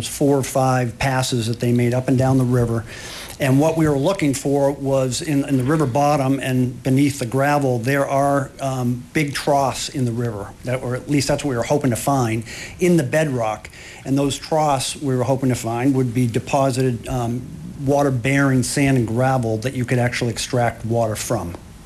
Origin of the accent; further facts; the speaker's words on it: Casco, Maine, United States; I'm from Casco, Maine.